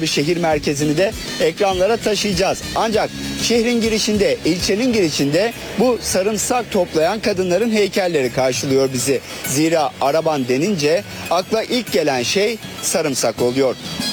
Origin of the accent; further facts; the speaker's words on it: Kastamonu, Turkey; Ben Kastamonluyum.